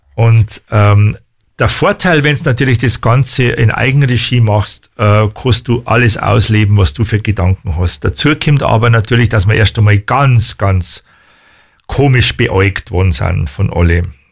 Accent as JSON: {"language": "German", "region": "Bavaria", "country": "Germany", "accent": "Bavarian", "said": "Es mag vielleicht sein, aber ich gehöre schon original zu Oberbayern. Gell? Also Wenzach, München und so weiter. Das ist die ganzen, es ist schon Oberbayern."}